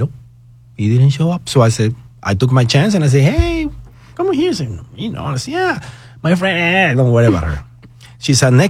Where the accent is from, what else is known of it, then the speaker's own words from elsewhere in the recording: Mexico City, Mexico; Yes. See, Mexico City.